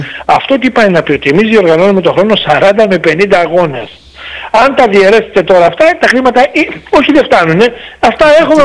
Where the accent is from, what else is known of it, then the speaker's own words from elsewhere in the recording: Greece; Και εμείς είμαστε μια χώρα μεσαίο μεγέθους, θα μπορούσα να πω, στα Βαλκάνια.